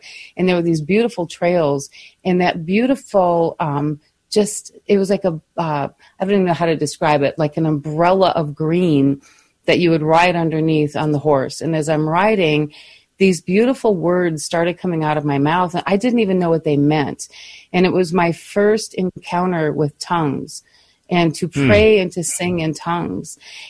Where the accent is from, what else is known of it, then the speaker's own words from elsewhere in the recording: Michigan, United States; as children growing up in Michigan. You know, we were literally on the lake shore growing up. That was my home. I mean, on the lake.